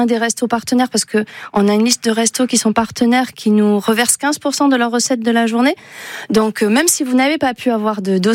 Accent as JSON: {"language": "French", "country": "France", "tie": "born or raised there", "said": "je suis originaire de Garassi"}